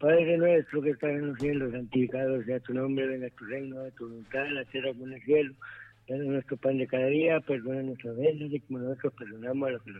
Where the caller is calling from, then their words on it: Santa Bárbara, Honduras; Buenos días, hablo de Santa Bárbara.